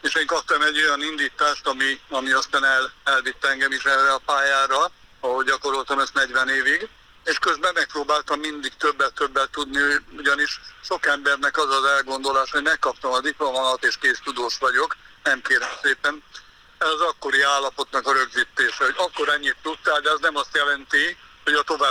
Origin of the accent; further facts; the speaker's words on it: Körmend, Vas, Hungary; born or raised there